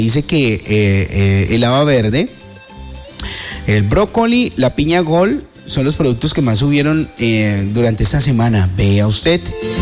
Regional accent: Meta, Colombia; No soy del Huila, soy del Llano, soy del Meta

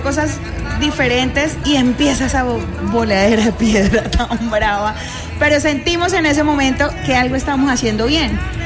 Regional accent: Caribbean Region, Colombia; accent: costeño; also born or lived in Villavicencio, Meta; Yo nací en Villavicencio y me criaron en la costa atlántica

